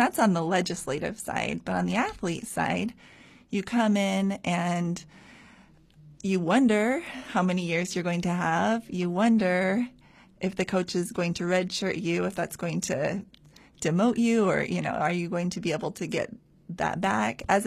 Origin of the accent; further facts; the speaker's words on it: Utah, United States; I'm from Utah